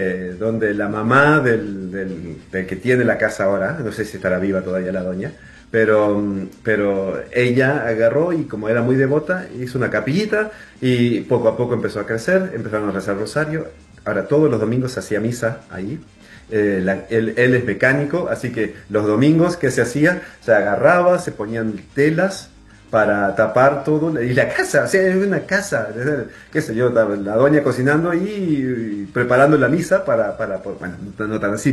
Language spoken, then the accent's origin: Spanish; María Grande, Entre Ríos, Argentina; moved away; also born or lived in Colombia; En mi pueblo había una imagen de estas, en María Grande, Entre Ríos